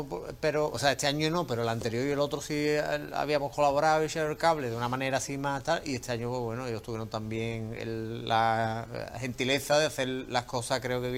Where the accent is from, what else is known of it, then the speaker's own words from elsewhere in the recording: Cádiz, Andalusia, Spain; born there; Yo nací en Cádiz, mira la cara que tengo.